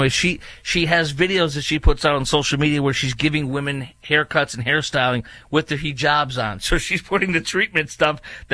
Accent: Chicago, Illinois, United States; Last time I did was when I was growing up in Chicago

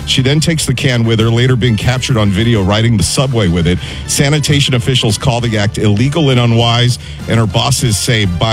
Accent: Rialto, California, United States; also born or lived in Ventura, California; I was born in Ventura, California. Grew up in Rialto, California.

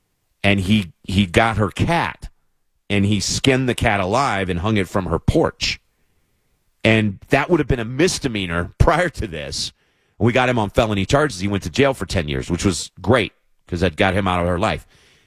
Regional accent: Kentucky, United States; moved away; in my home state of Kentucky

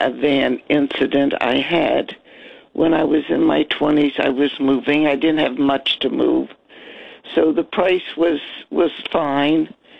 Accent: Shadyside, Ohio, United States; now in Bergen County, United States; In a very small town, Shadyside, Ohio. We were by the Ohio River across from Wheeling, West Virginia.

